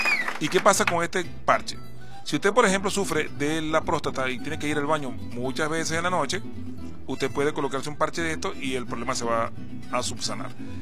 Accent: Venezuela; moved away; de mi pueblo, vale, de Sanguijuela

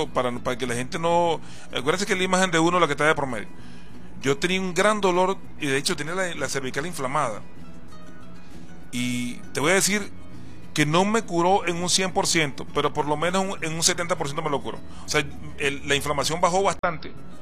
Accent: San José de Areocuar, Sucre, Venezuela; now in Ciudad Guayana, Venezuela; mi pueblo San José de Areocuar

